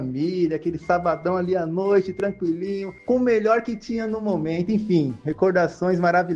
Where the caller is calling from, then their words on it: Brazil; falo aqui da Zona Leste